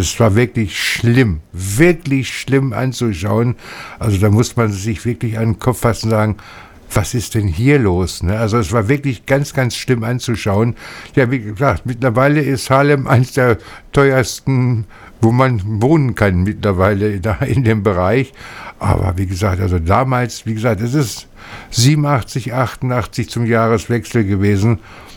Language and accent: German; Hanover, Lower Saxony, Germany; Ja, ja, wir kommen aus Hannover.